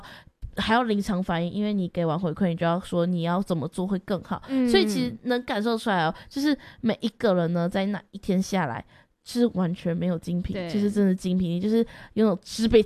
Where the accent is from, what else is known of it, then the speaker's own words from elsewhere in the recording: Kaohsiung, Taiwan; 我们营队是七月初要去带、高雄，回到我的家乡高雄，真的是美浓国小，美浓区东门国小